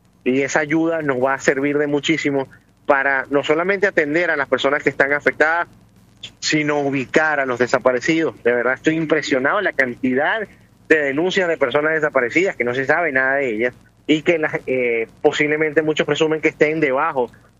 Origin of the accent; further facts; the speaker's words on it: Venezuela; esto lo digo como venezolano